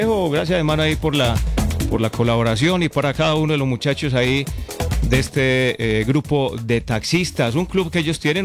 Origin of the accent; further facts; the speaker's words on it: Colombia; Yo sé que obviamente como colombianos esto también va a pasar y vamos a seguir adelante, obviamente.